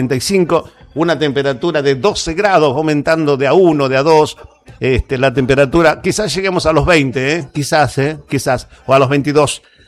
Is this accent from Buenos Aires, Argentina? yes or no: no; Comodoro Rivadavia, Chubut, Argentina; Soy el paisa de Comodoro, claro que sí.